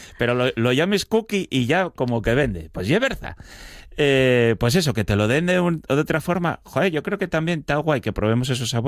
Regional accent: Asturias, Spain; porque ya sabes cómo somos los asturianos

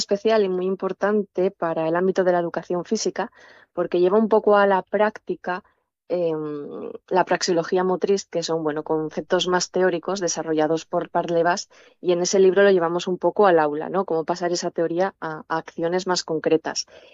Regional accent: Ribadesella, Asturias, Spain; yo soy de Riba de Sella, por tanto se vive de una forma muy especial.

